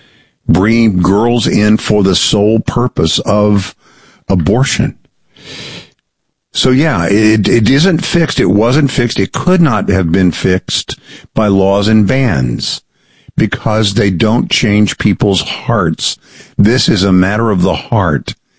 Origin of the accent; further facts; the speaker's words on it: Texas, United States; in my home state. The great state of Texas